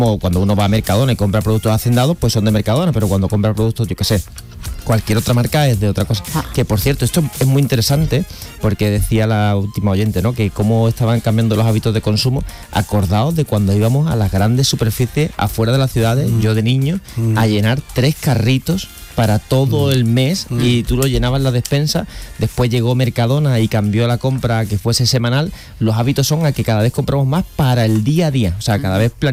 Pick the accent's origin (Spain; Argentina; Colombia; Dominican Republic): Spain; Cádiz, Andalusia; born there; Bueno, yo nací en Cádiz y entonces...